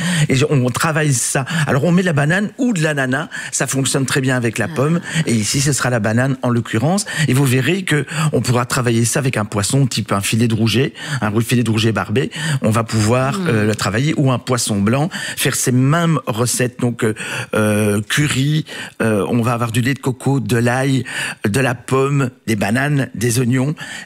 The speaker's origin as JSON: {"language": "French", "region": "Wallonia", "country": "Belgium", "said": "ce côté sucré-salé qui fait partie de notre culture qu'on adore chez nous en Wallonie."}